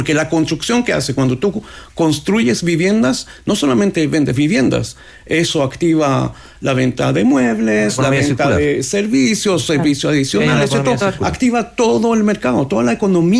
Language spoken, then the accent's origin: Spanish; Chile; La ventaja que tenemos como chileno de tener la UEF es que el banco te puede prestar con tasas de 4,8 y a 25 años